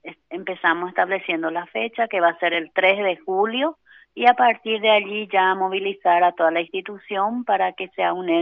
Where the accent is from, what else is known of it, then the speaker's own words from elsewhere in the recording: Paraguay; nuestras costumbres, nuestro folclore, nuestra identidad como paraguayos.